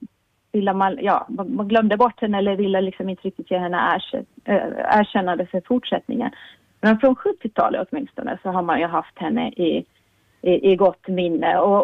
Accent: Åland Islands; moved away; jag är ju själv född och uppvuxen på Åland

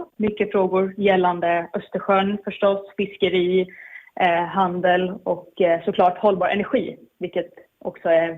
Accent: Åland Islands; moved away as an adult; now in Brussels, Belgium; även som en liten tjej från Åland

